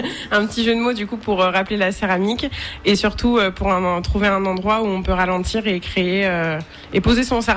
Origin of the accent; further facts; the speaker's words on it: Angers, Pays de la Loire, France; moved away as an adult; now in Béziers, France; moi, de base, je ne suis pas vitéroise. Eh oui, je suis angevine. J'habite à Béziers depuis 3 ans.